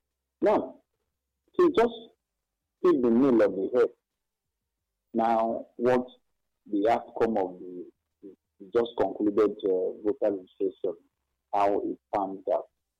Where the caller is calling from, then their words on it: Nigeria; I'm calling from Okwadu Nimbo, Zunuzo, one in local government.